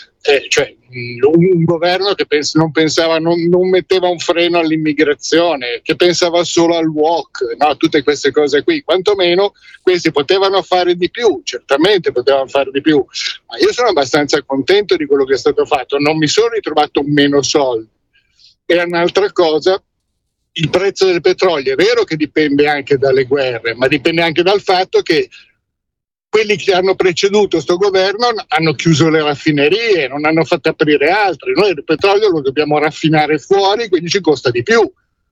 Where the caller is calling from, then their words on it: Milan, Lombardy, Italy; sono sempre io da Milano